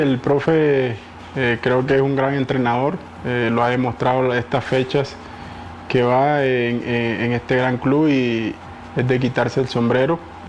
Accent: Tierralta, Córdoba, Colombia; soy de Tierra Alta, un pueblo cercano a Montería, que es la capital de Córdoba, y muy cerca a toda la costa Caribe

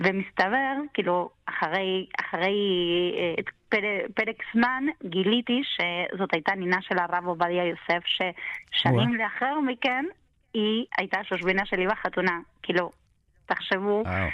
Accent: Argentina; Hebrew is a second language; moved away as an adult; now in Israel; אני גדלתי לפני 43 שנה בארגנטינה, להורים במעמד כלכלי מאוד נמוך

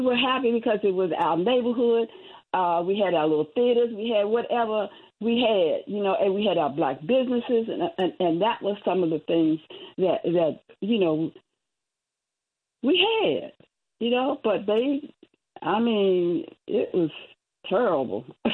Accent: Washington, District of Columbia, United States; born there; Now, I was born in Foggy Bottom. Now, I think they consider it as Georgetown now, but when I was born over there, it was the bottom and where black people live, okay?

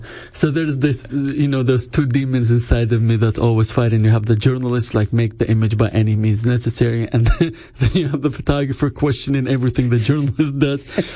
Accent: Nebraska, United States; also born or lived in San Francisco Bay Area; no, I'm from Nebraska.

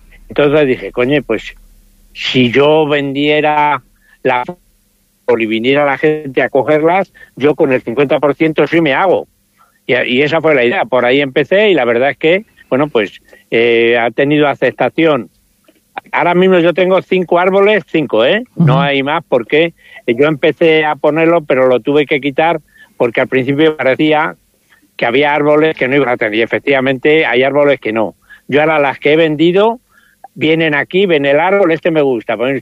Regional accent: San Lorenzo, Castile and León, Spain; yo soy de San Lorenzo, que es un pueblecito que está aquí al lado, y yo arrendé esta finca, pero yo no soy de aquí ni llevo muchos años.

